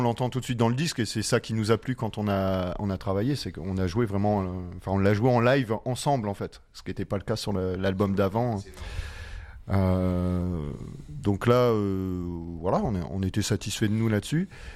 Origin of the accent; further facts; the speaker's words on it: France; On n'est pas éthiopien, on est... On est français